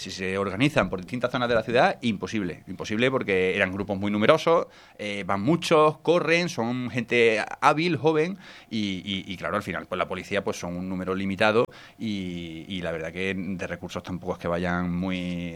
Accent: Spain

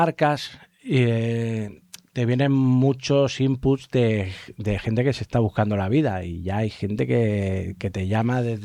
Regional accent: Spain; siendo español y queriéndote quedar en España

